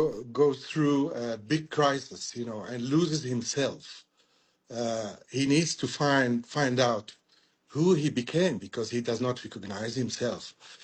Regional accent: Tunisia; English is a second language; now in South Africa; So as a Tunisian doctor, because I come from Tunisia, North Africa

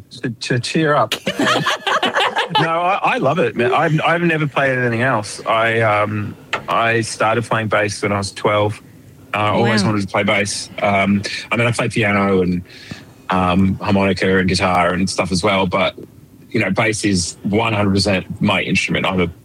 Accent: Geelong, Victoria, Australia; also born or lived in Shelford; I grew up in Geelong.

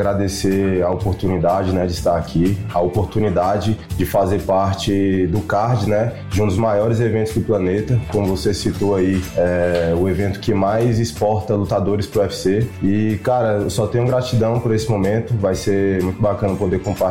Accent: Ceilândia, Federal District, Brazil; now in Taguatinga, Brazil; Eu nasci aqui no... Na verdade, fui criado na Ceilândia, né? Atualmente resido em Taguatinga

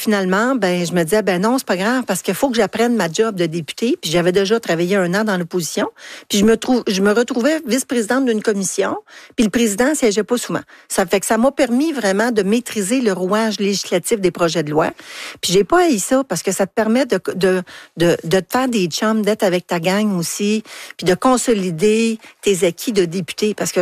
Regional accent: Montreal, Quebec, Canada; C'était chez nous, mon patelin, les gens que je connaissais, les organismes que je connaissais

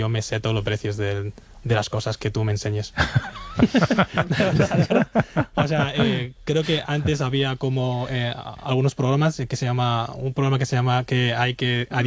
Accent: China; Somos dos personas chinas que hemos dedicado a redes y actualmente tenemos el podcast

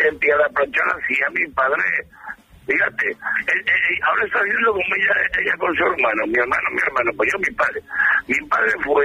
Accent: Gallur, Aragon, Spain; born or raised there

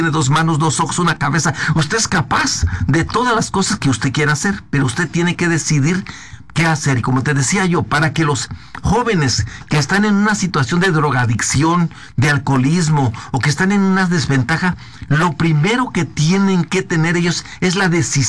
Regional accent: Oaxaca, Mexico; born there; Pues yo vengo del estado de Oaxaca, de una zona dificilísima donde es puro desierto, nacimos en una montaña donde todo está seco, donde es muy dificilísimo.

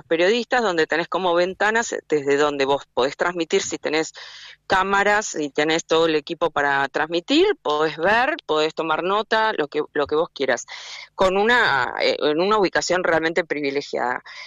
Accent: Argentina

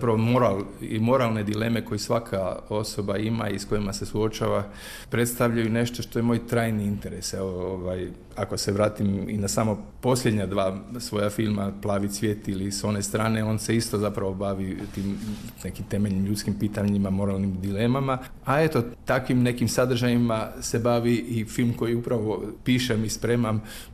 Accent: Virovitica, Virovitica-Podravina County, Croatia; born there; i rođen u zapadnoj Slavoniji, rođen sam u Virovitici, tamo su naime moji roditelji imali prvo radno mjesto

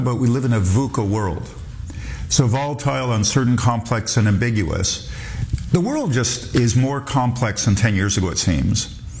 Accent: Canada; also born or lived in Europe; It's good being Canadian. I lived in Europe for years. It's good being Canadian.

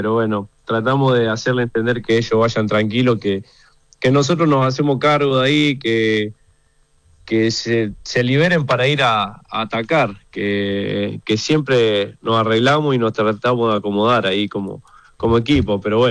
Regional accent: Córdoba, Argentina; Nada, cuando volví a mi pueblo, primero, la verdad que el volver a mi pueblo me hace poner los pies sobre la tierra, realmente ser quien soy.

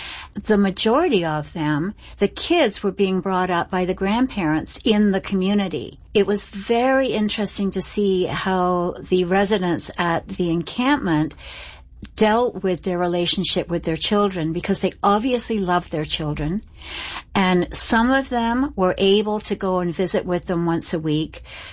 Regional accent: Canada; as a Canadian, I find it an embarrassment.

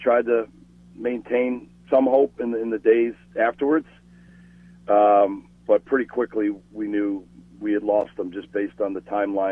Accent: New York, United States; now in Chicago, United States; was born out of living in the Chicago area since 2004. I mean, it kind of broke my mom's heart when I moved away from New York.

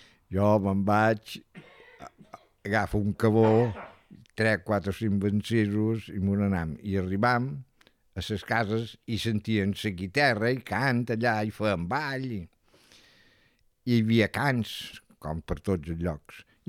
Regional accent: Es Mercadal, Balearic Islands, Spain; born there; Vaig néixer a Sant Jordi, terme de Mercadal. Vaig néixer dia 17 del 10 del 43.

